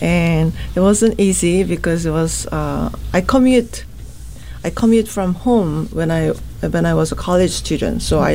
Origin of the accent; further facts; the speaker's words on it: Seoul, South Korea; moved away as an adult; So I'm from South Korea. I grew up in Seoul